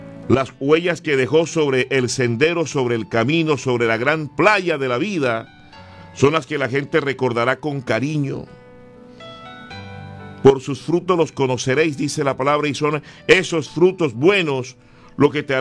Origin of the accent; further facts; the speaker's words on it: Colombia; nos invita a unirnos como colombianos y como hijos del mismo Dios